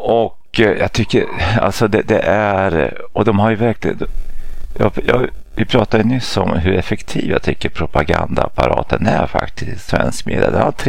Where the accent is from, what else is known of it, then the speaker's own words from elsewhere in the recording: Jönköping County, Sweden; born there; Så att jag är ju liksom född, och står mitt pass att jag kommer från Nävelsjö, Sverige.